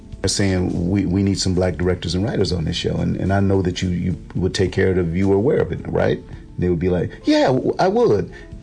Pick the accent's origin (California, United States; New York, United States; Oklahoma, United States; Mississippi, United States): New York, United States; Lackawanna; my uncles and people that lived in the rooming house I grew up with in Lackawanna.